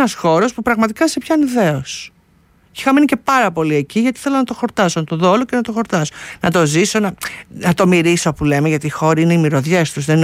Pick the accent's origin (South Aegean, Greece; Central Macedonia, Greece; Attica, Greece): Attica, Greece; Athens; Εγώ που δεν είμαι από πουθενά, είμαι από την Αθήνα